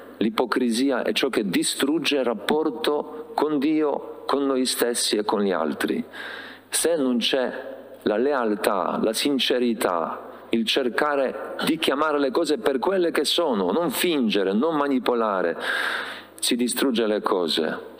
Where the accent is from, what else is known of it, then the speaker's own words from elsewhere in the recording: Poland; Italian is a second language; Io sono polacco, noi abbiamo i cimiteri molto belli, ma anche quelli italiani sono tutti belli, curati